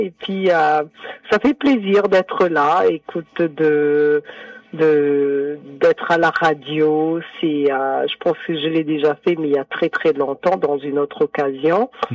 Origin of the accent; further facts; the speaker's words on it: Burundi; Oui, je viens du Burundi. En Afrique de l'Est.